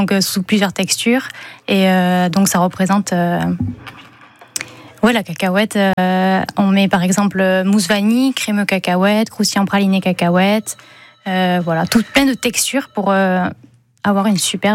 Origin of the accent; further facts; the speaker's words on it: Nouvelle-Aquitaine, France; Je viens de Habitain, c'est une commune à côté de Sauveterre de Béarn.